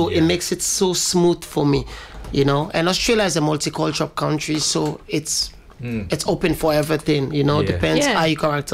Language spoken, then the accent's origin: English; Sierra Leone; But I'm from Sierra Leone. We have the best jollof.